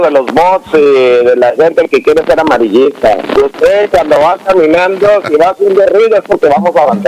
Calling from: Tijuana, Baja California, Mexico; De Tijuana, de la colonia García.

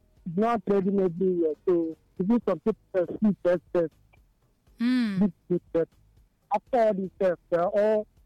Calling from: Enugu, Enugu State, Nigeria; from Enugu.

